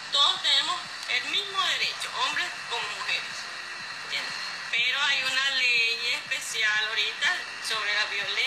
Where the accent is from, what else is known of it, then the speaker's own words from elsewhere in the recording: Clarines, Anzoátegui, Venezuela; Yo soy de Clarines.